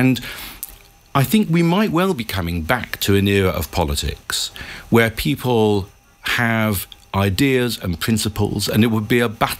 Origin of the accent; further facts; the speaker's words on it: Liverpool, North West England, United Kingdom; because I am from Liverpool